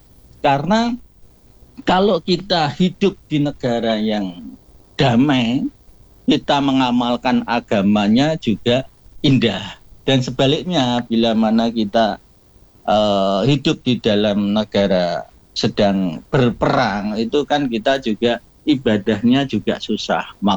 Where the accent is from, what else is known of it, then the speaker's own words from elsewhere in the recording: Semarang, Central Java, Indonesia; saya asli atau lahir di Semarang.